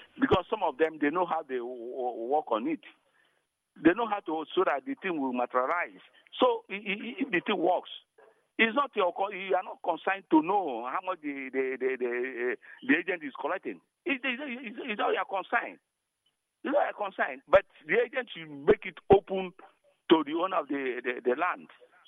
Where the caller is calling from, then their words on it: Rivers, Nigeria; I'm calling from Robok.